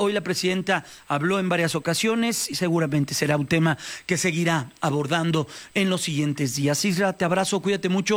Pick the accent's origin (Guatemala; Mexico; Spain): Mexico; Mexico City; nosotros como chilangos que visitamos el puerto de vez en vez